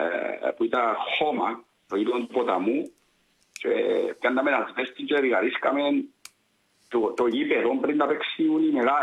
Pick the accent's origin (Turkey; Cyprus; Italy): Cyprus; η Ανάγια είναι και το χωριό μου, το οποίο μεγάλωσα.